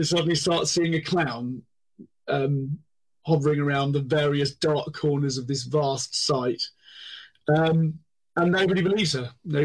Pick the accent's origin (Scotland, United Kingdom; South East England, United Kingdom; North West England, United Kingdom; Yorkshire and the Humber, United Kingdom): South East England, United Kingdom; Eastbourne; We both, Renato and I, we're both from Eastbourne in East Sussex.